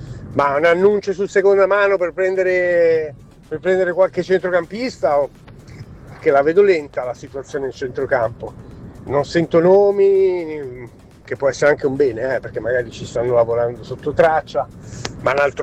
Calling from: Canary Islands, Spain; sono da Gran Canaria.

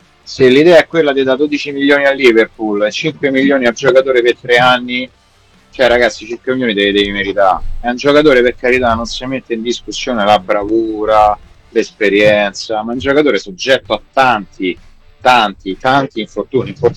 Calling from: Civitavecchia, Lazio, Italy; da Civitavecchia.

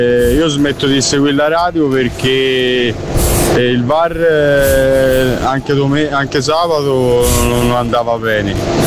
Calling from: Rome, Lazio, Italy

